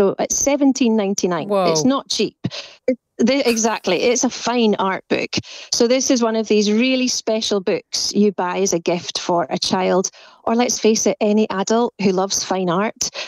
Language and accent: English; Scotland, United Kingdom; as a Scot, I'm very aware of that as well.